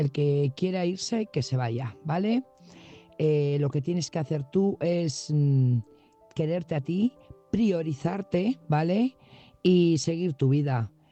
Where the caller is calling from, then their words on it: Burgos, Castile and León, Spain; Buenas noches … corresponsal de Burgos.